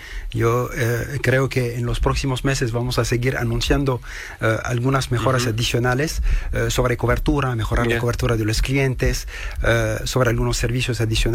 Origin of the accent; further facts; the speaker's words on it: France; also born or lived in Lebanon / United States / Paraguay / Bolivia; Yo nací en el Líbano, y luego yo crecí en Francia, viví un poquito en los Estados Unidos, en Paraguay, en Bolivia, entonces, hijo del mundo.